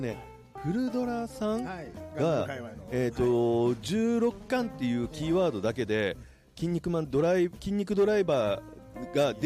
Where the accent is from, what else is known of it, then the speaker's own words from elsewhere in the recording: Hokkaido, Japan; どさんこだから JR だろうという謎の理由で JR に乗って、